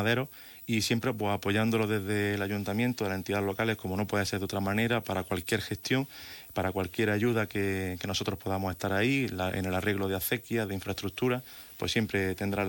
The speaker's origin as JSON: {"language": "Spanish", "town": "Fuente Vaqueros", "region": "Andalusia", "country": "Spain", "tie": "born there", "said": "conozco bien mi municipio, nací en Fuente Vaquero, conozco prácticamente la totalidad de mis vecinos."}